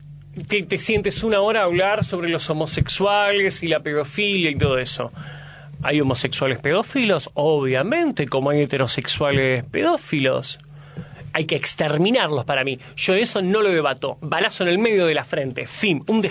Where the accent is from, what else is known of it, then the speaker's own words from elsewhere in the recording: Argentina; ¿Acá somos todos argentinos?